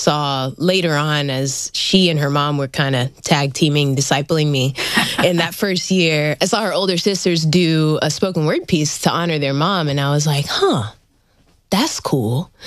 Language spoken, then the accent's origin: English; Manila, Metro Manila, Philippines; born there